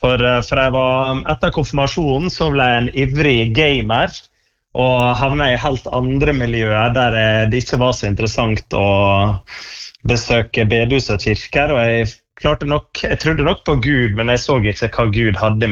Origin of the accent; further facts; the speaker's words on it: Valderøya, Møre og Romsdal, Norway; moved away; Vi vokste opp på Valderøya, ja, der var det bedehus og kirka